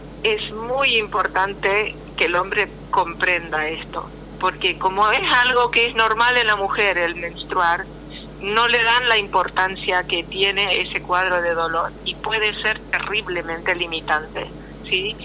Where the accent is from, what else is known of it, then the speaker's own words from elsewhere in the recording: Argentina; also born or lived in Paraguay; Yo viví unos años en Paraguay y me quedó un acento, ¿sí? De chica. Soy argentina. En realidad, en mi familia soy la única argentina.